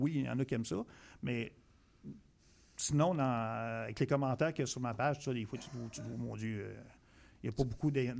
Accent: Thetford Mines, Quebec, Canada; moved away; Je suis natif de Thetford Mines.

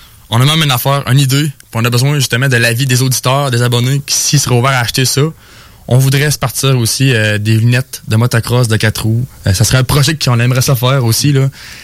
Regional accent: Bellechasse, Quebec, Canada; Puis moi, ben, en fait, je viens de Bellechasse, je suis un gars du coin

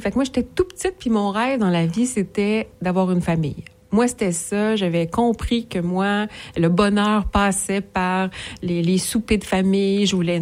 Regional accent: Laval, Quebec, Canada; Moi, Laval. Donc, je viens de la Rive-Nord, Laval, des parents, là, mon père était directeur d'école.

